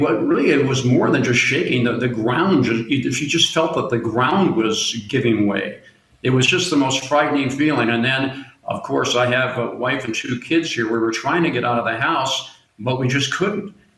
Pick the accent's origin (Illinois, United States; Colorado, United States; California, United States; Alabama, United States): California, United States; now in Cali, Colombia; I am from California. So I grew up with earthquakes.